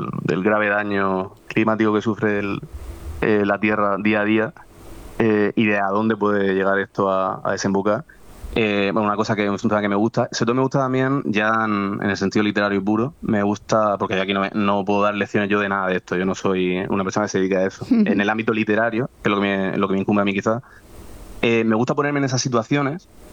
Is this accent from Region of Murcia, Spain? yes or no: yes; Murcia, Region of Murcia, Spain; mi ciudad natal la conozco a la perfección.